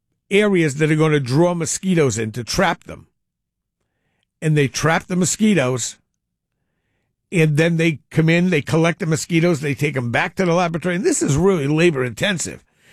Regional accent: East Providence, Rhode Island, United States; areas that they've had problems with West Nile virus in Rhode Island so far have been East Providence, my hometown, North Providence, and Providence.

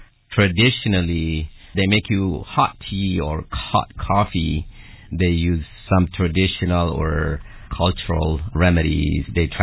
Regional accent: Sidama, Ethiopia; first language Sidamo; English is a second language; in Sidaminya, which is my mother tongue language

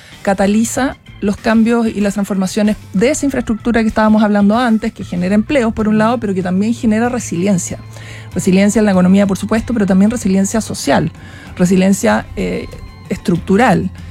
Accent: Chile; yo llegué como buena chilena

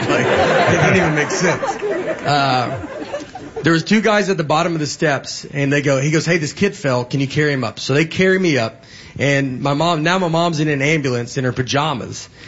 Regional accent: Old Hickory, Tennessee, United States; So I grew up in Old Hickory, Tennessee, and we used to climb down this cliff in Old Hickory Lake

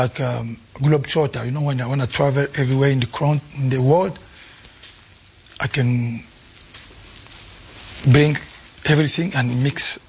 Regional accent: Kinshasa, DR Congo; first language Lingala; English is a second language; I never speak Swahili when I grew up in Kinshasa. I speak just Lingala

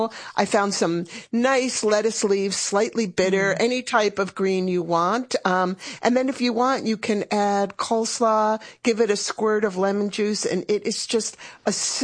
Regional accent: New York, United States; born or raised there

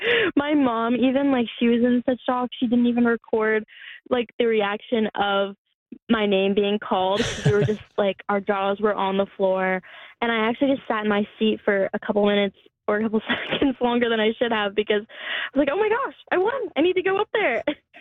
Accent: Newfoundland and Labrador, Canada; I just felt so much love for my home province and my hometown.

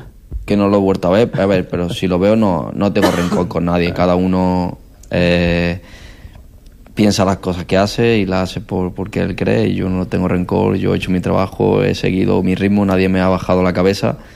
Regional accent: Spain; Somos españoles.

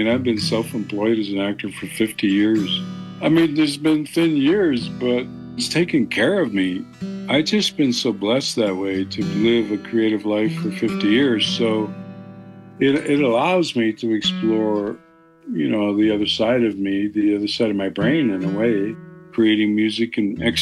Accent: Six Nations, Ontario, Canada; I'm from Six Nations along the Grand River, about 18 miles west of Hamilto

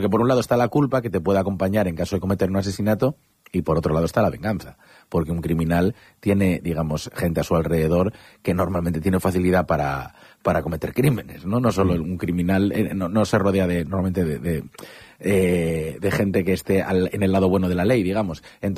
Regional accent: Vigo, Galicia, Spain; now in Madrid, Spain; yo soy de Vigo y tengo allí a toda mi familia

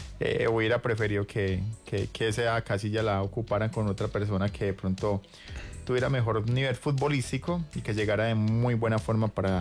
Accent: Colombia; nosotros como colombianos

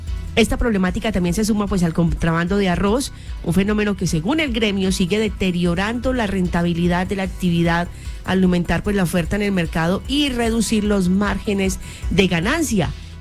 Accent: Colombia; now in Meta, Colombia; no solamente como personas que vivimos en el departamento del Meta, sino como colombianos

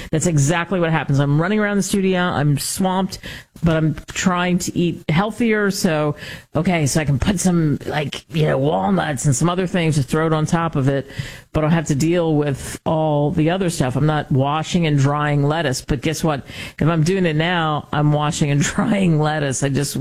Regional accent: New York City, New York, United States; moved away as an adult; my home state. I grew up in Queens. I love the great state of Ohio. Of course, now I moved a long time ago, but I go back

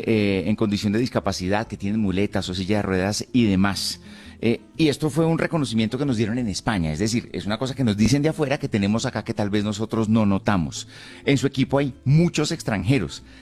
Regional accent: Colombia; como nos consta cuando somos colombianos y vivimos en este país lleno de contrastes.

